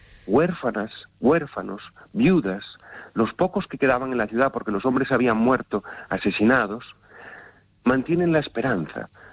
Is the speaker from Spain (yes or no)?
yes; Galicia, Spain; siendo gallego, aficionado a la historia